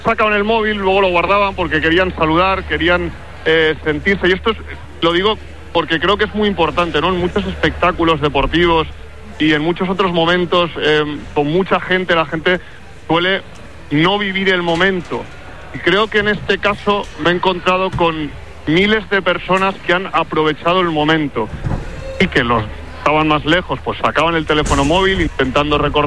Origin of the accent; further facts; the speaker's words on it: Barcelona, Catalonia, Spain; me siento muy orgulloso de ser de Barcelona, de haber vivido muchos años en este barrio de Barcelona, en esta parte de Barcelona